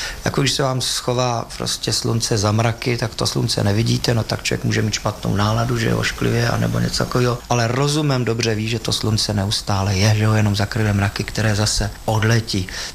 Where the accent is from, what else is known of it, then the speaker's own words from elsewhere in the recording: Bohemia, Czechia; jsme tedy přešli Češi, protože tam jsme byli Češi a Moraváci. Takže Moraváci šli do Olomouce a Češi jsme šli do Prahy.